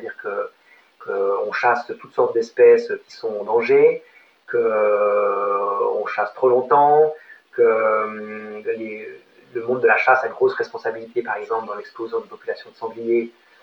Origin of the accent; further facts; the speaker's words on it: Switzerland; en Suisse, on est plus sensible aux enjeux environnementaux